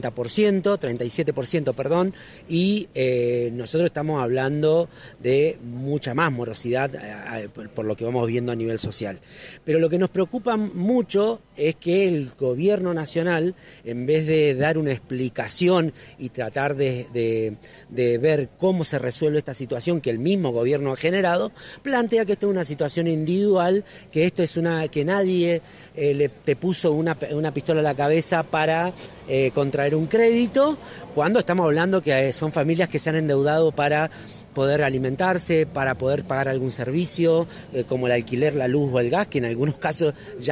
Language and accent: Spanish; Argentina; esto que nos está sucediendo como argentinos, no es una cuestión individual, es una cuestión colectiva